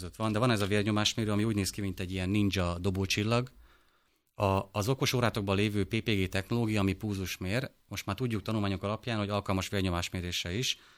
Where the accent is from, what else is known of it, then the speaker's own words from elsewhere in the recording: Szabolcs-Szatmár-Bereg, Hungary; én Szabolcsi vagyok